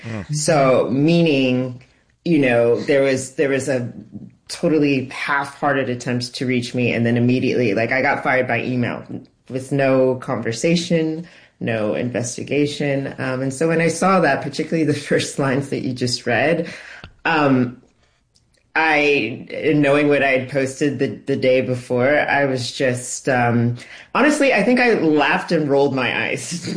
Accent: Dallas, Texas, United States; moved away; I was in Dallas, that's my hometown

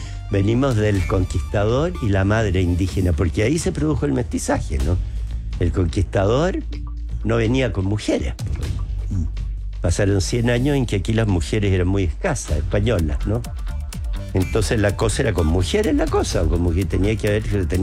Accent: Chile; Los más racistas que hay somos los chilenos.

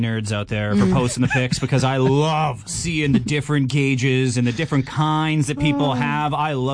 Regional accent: Saskatoon, Saskatchewan, Canada; I'm a Saskatoon lifer. Grew up across the street from the Lakeview Pharmacy.

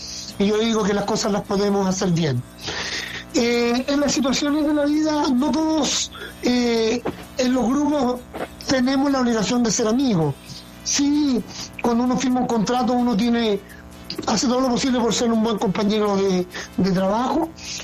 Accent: Chile

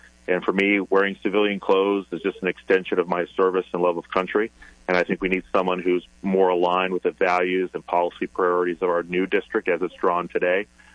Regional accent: Indian River County, Florida, United States; I'm the Republican nominee for Republican Congressional District 9 here in Florida. I grew up in Indian River County.

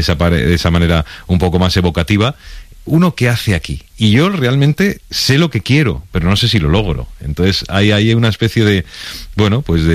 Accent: Spain

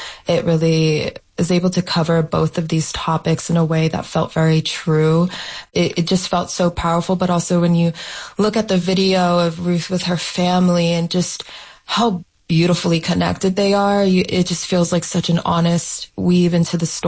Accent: San Antonio, Texas, United States; I personally, I'm from Texas, I'm from San Antonio

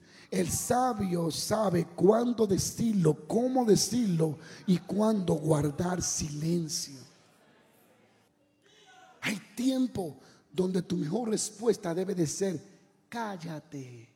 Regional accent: Dominican Republic; Yo soy dominicano.

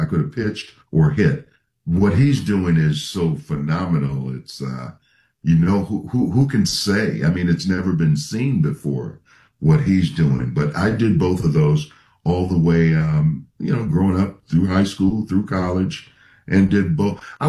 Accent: Minnesota, United States; The Vikings, my hometown, drafted me.

